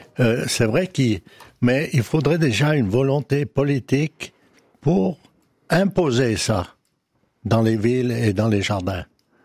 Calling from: Valais, Switzerland; je suis valaisan.

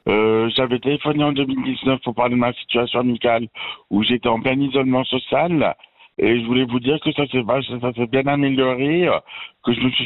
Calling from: Geneva, Switzerland; Je suis genevois, oui, bien sûr.

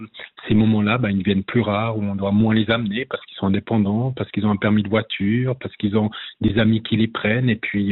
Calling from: France; De Saint-Pré.

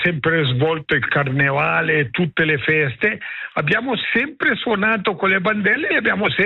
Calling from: Arogno, Ticino, Switzerland; di Arogno

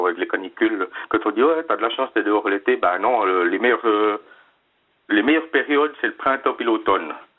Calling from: Neuchâtel, Switzerland; De Neuchâtel

